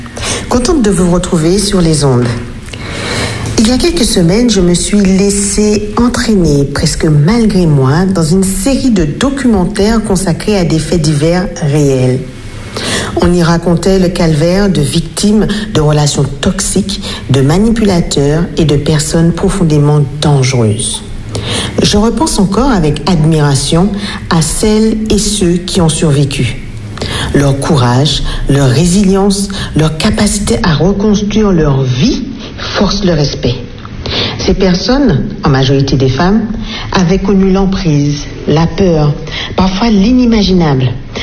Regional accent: Martinique; Chez nous en Martinique

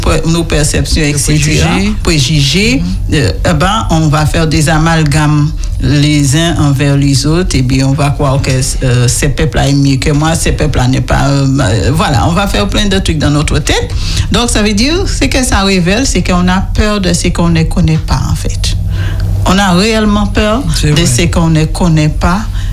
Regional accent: St. Lucia; je suis de Sainte-Lucie et à Martinique, tout près, on s'est dit étranger.

